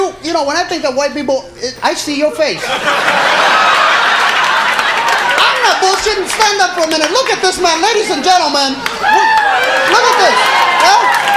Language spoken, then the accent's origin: English; Los Angeles, California, United States; I'm from East Los Angeles, Boyle Heights to be exact, right around there.